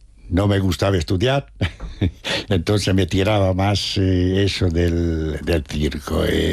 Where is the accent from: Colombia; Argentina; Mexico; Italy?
Italy; now in Spain; sono qui da 51 anni. Mi trovo molto bene qui in Spagna. Quiero mucho este país como el mio, perché soy casi más español que italiano.